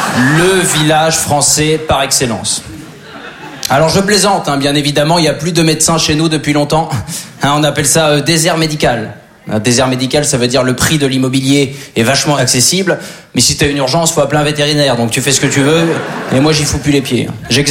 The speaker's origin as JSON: {"language": "French", "region": "Normandy", "country": "France", "said": "Alors moi, je suis originaire de Basse-Normandie."}